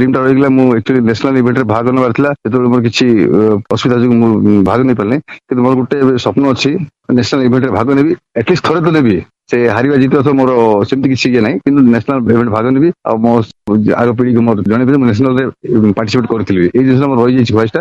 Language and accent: Odia; Jeypore, Odisha, India; ମୁଁ କହିଲି ଦେଖିଥିଲା ମୁଁ କୋରାପୁଟ ଜୟପୁରର